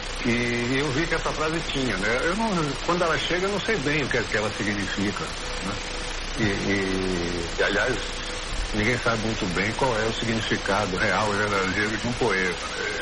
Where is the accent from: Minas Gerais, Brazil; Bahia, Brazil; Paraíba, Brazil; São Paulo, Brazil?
Bahia, Brazil; Salvador; born there; E lá em Salvador, onde nasci, e se chamava exatamente Jornal da Bahia.